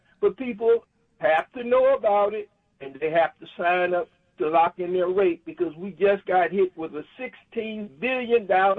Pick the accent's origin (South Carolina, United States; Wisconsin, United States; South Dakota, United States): South Carolina, United States; my home state, South Carolina, on your show, Rev, because his name is not ringing in the flat country. I'm from right near Myrtle Beach